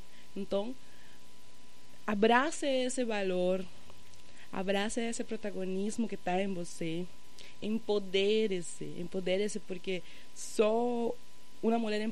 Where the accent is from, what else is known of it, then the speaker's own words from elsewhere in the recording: Venezuela; now in Brazil; eu sou da Venezuela